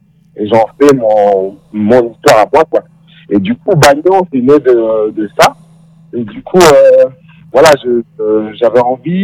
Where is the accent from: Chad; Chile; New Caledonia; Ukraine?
New Caledonia; Ducos, South Province; now in Switzerland; ça fait 10 ans que je vis en Europe, et plus précisément en Suisse. J'ai grandi à Ducos, à Marconi plus précisément.